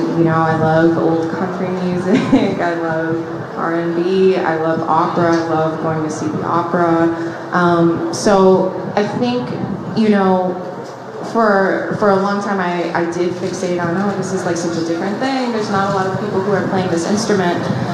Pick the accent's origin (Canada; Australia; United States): Canada; Toronto, Ontario; Mm-hmm. I'm from Toronto.